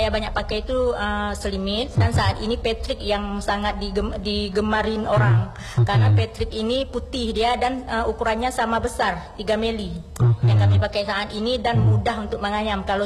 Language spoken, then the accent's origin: Indonesian; Aceh, Indonesia